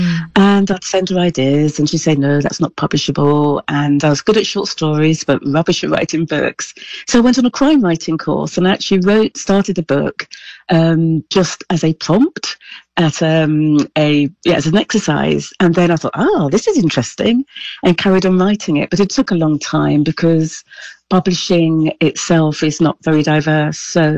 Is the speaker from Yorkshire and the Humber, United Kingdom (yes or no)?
no; Brighton, South East England, United Kingdom; I grew up in Brighton in the 1970s. I was privately fostered